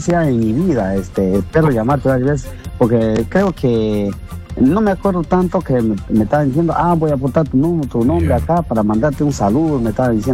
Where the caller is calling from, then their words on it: Lima, Peru; Pero residente en Los Olivos.